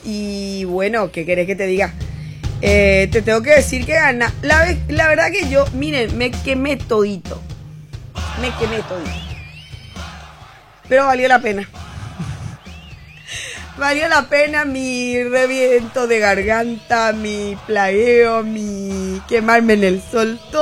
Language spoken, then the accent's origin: Spanish; Paraguay; Yo soy paraguaya.